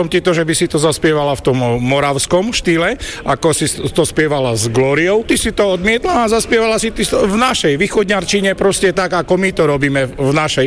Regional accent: Humenné, Prešov Region, Slovakia; Ale u nás na východe je to založené na tej modernej muzike, nie dýchovej muzike. A u nás máme napríklad v Humennom máme 4 umelecké školy, z toho súkromné 3 a jednu štátnu.

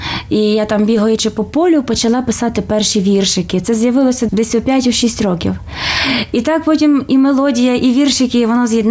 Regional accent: Lviv, Lviv Oblast, Ukraine; born there; Я народилася у Львові.

